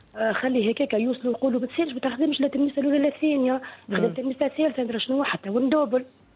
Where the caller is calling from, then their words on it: Monastir, Monastir Governorate, Tunisia; من مستير.